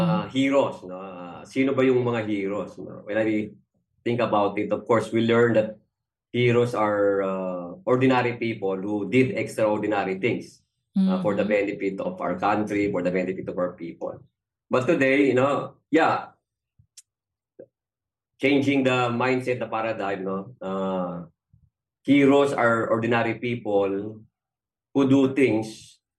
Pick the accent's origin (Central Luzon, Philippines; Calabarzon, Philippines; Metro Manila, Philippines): Metro Manila, Philippines; Manila; Of course, I grew up in Manila, and Manila is a very historical place. Marami akong nakita, no? I grew up in a slum, no?